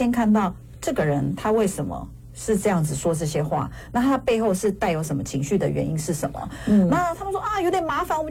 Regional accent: Taiwan; now in Arizona, United States; 因为我是台湾人嘛

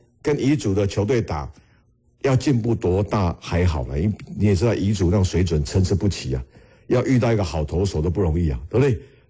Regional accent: Taiwan; 我台湾人

